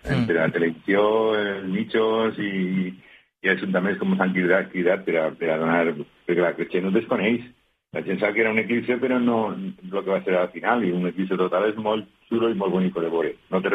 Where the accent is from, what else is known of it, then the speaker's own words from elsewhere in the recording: Onda, Valencian Community, Spain; yo soy de Onda